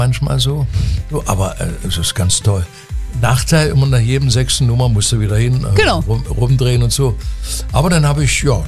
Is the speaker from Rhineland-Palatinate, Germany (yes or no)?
no; Magdeburg, Saxony-Anhalt, Germany; born there; von der Zeit, meinem Geburtsort Magdeburg, über die ganze Zeit, über den Sport, über die Schule, über die Musik, Musikstudium und mit allem bis zur heutigen Zeit.